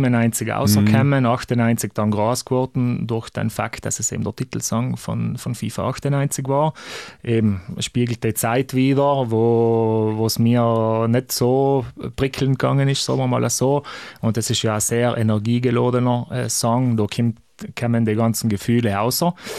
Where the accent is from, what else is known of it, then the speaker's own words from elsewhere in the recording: Sarntal, Trentino-Alto Adige, Italy; seien es die Wurzeln, ist meine Heimat, aber ich bin halt nicht allein in Sarntal haben, sondern ich fühle mich auch mittlerweile in Ecken pudelwohl.